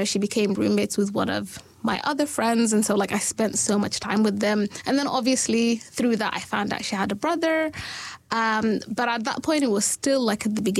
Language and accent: English; London, United Kingdom; moved away as an adult; also born or lived in Malaysia; now in New Zealand; I grew up in London, so I knew how it was and I understood the nuances and I had similar values to them.